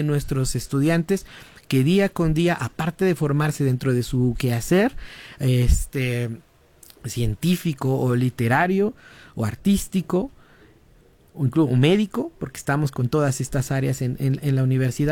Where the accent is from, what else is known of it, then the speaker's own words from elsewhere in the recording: Puebla, Mexico; como poblanos nos sentimos sumamente orgullosos